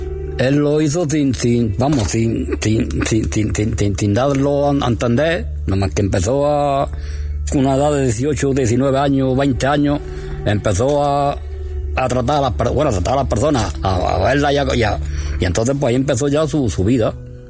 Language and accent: Spanish; Andalusia, Spain; born there; porque yo soy de Guato Tantilla también.